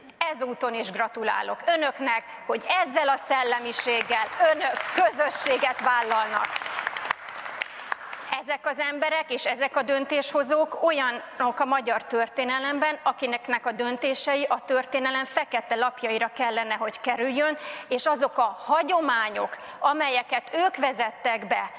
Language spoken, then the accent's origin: Hungarian; Hungary